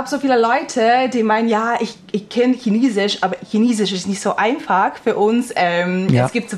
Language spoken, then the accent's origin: German; Hong Kong; first language Cantonese; German is a second language; moved away; ich komme aus Hongkong, unsere Sprache heißt Kantonesisch, klingt schon ein bisschen anders.